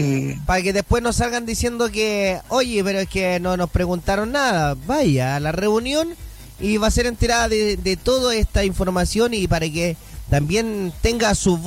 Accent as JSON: {"language": "Spanish", "country": "Chile", "said": "Somos chilenos, pues, somos chilenos."}